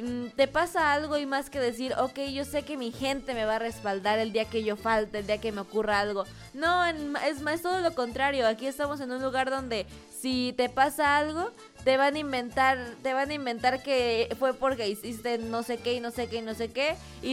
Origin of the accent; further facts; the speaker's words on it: Mexico; todos somos el pueblo mexicano